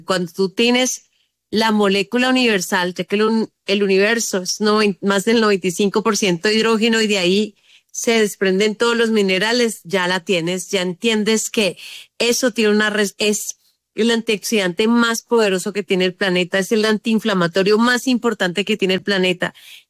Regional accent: Huila, Colombia; yo soy del Huila

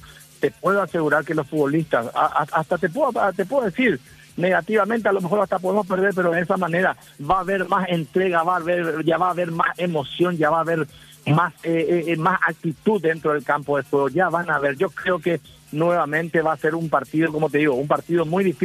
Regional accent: Paraguay; porque somos todos paraguayos

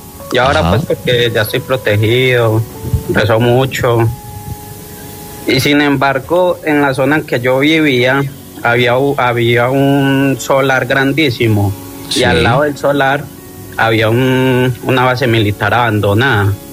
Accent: Medellín, Antioquia, Colombia; Yo soy de Medellín.

